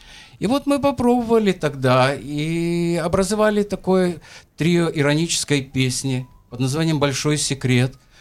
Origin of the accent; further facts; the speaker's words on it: Odesa, Odesa Oblast, Ukraine; то, что я одессит